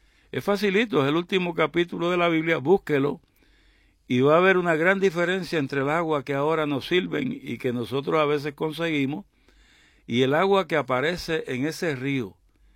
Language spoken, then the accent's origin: Spanish; Naguabo, Puerto Rico; estuve por allá en la iglesia de Naguabo, de mi pueblo.